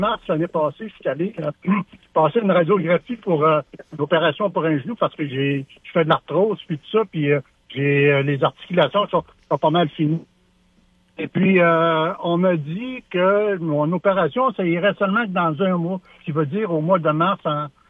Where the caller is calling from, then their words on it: Lévis, Quebec, Canada; Moi, je suis à Lévis.